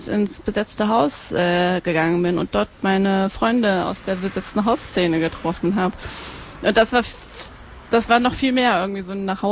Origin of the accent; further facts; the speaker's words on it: Erfurt, Thuringia, Germany; moved away; ich komme aus Erfurt